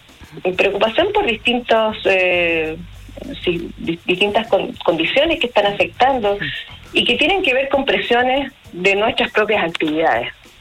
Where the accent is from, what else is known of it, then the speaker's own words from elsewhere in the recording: Valparaíso, Chile; yo por lo menos soy porteña y vivía aquí.